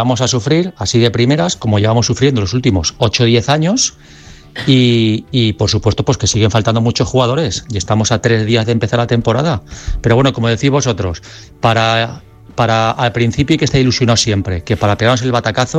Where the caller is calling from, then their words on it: La Pobla, Spain; Buen día, Radio Marca … de La Pobla.